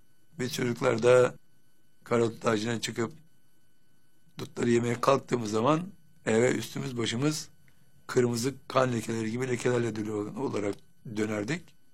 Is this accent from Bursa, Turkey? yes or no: yes; Bursa, Turkey; Bursa'nın Muradiye Mahallesi'nde biz bir evde çocukluğumu geçirdim.